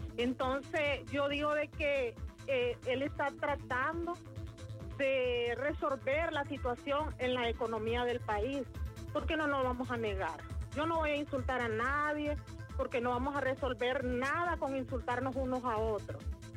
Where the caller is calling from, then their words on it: Honduras; yo les pido como pueblo hondureño